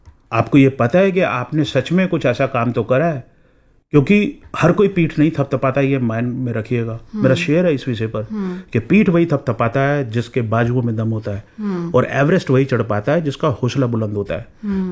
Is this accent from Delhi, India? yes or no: yes; Delhi, India; born there; also born or lived in Hamirpur district, Himachal Pradesh; मैं दिल्ली में पैदा हुआ हूँ but I belong to Himachal Pradesh Hamirpur district